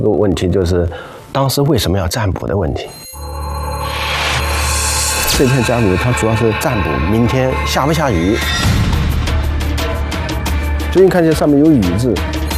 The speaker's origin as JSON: {"language": "Chinese", "country": "China", "said": "它实际上就是我们中国人的基因和纽带，"}